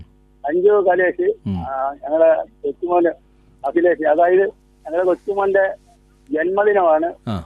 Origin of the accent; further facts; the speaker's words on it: Thrikkunnapuzha, Kerala, India; തൃക്കുന്നപ്പുഴ, ആലപ്പുഴയിൽ.